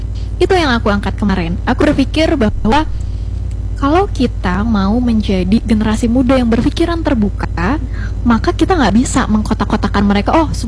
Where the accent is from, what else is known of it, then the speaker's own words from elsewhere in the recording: Central Kalimantan, Indonesia; Kita tuh orang Kalimantan Tengah tuh ternyata budayanya kaya banget loh.